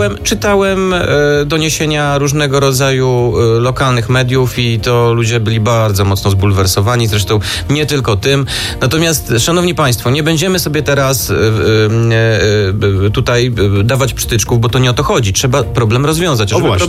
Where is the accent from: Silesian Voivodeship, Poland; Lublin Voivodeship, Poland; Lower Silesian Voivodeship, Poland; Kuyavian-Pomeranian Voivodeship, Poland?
Lublin Voivodeship, Poland; Lublin; moved away as an adult; now in Warsaw, Poland; jestem z Lublina. Tak, przyjechałem do Warszawy uprawiając zupełnie inny zawód